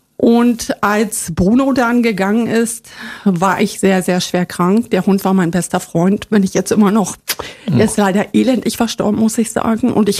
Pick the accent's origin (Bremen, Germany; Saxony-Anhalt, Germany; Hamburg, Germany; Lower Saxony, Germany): Saxony-Anhalt, Germany; born or raised there